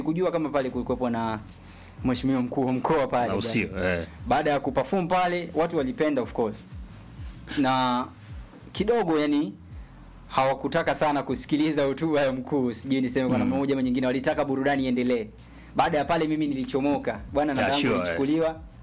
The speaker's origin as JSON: {"language": "Swahili", "town": "Bunda", "region": "Mara", "country": "Tanzania", "said": "Mimi natokea wapi? Natokea Mara. Bunda. Bunda ipo mkoa wa Mara, si ndivyo?"}